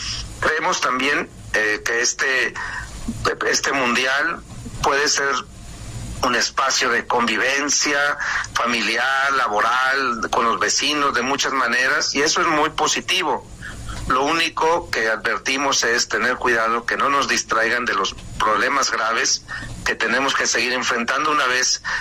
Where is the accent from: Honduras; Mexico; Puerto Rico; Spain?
Mexico; como mexicanos tenemos que pues amar a nuestro país